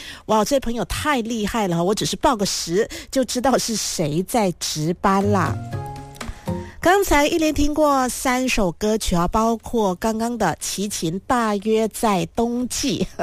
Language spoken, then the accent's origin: Chinese; Malaysia; 诶，对我们马来西亚人来说是一个福音呢，很舒服很舒适嘛。